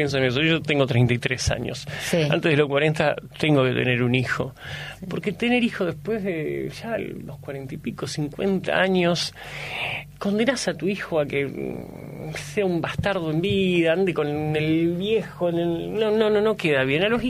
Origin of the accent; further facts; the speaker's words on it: Argentina; ¿Acá somos todos argentinos?